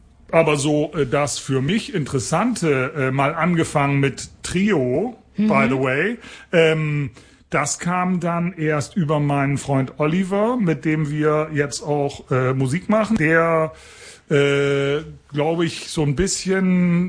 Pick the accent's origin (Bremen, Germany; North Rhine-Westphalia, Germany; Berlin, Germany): Bremen, Germany; Ich bin aufgewachsen in Bremen